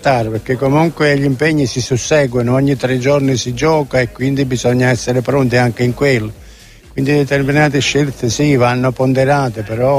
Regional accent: Naples, Campania, Italy; da buon napoletano, da giocatore del Napoli di tanti anni

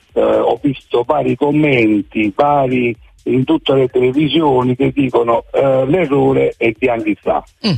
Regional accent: Reggio Emilia, Emilia-Romagna, Italy; Attualmente sono a Secondigliano, ma io sono di Reggio Emilia. Io sono in vacanza qui dai miei genitori.

